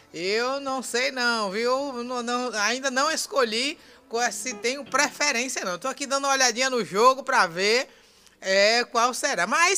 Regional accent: Brazil; Nós somos brasileiros

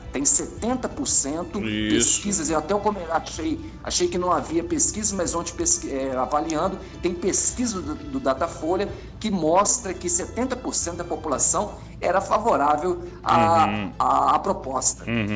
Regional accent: Minas Gerais, Brazil; born there; also born or lived in São Paulo; eu sou paulista. De nascimento, mas morei mas meu pai era mineiro, então com 10 anos eu fui para Minas.

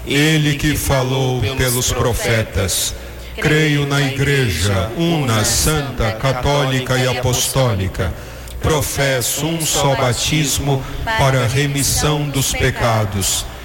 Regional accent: Brazil; a todos nós brasileiros

